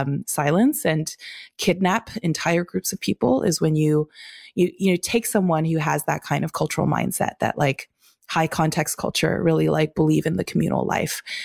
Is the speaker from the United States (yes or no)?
no; Urumqi, Xinjiang, China; moved away; my hometown of Urumqi